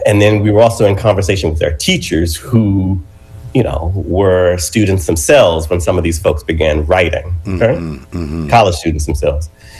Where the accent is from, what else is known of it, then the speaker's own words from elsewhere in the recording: Manchester, Georgia, United States; I grew up in Manchester, Georgia, which is a rural town in west central Georgia, about an hour, 15 minutes south of Atlanta.